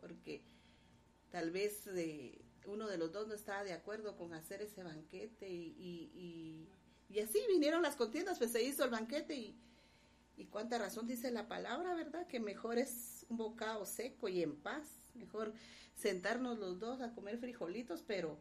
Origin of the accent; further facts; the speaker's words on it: Guatemala; como chapines que somos